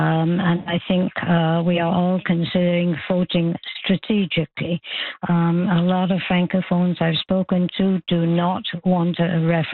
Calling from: Quebec, Canada; I'm an English-speaking Quebecer. I speak French fluently.

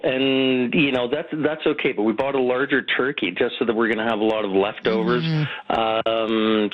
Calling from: Calgary, Alberta, Canada; Calling from Calgary.

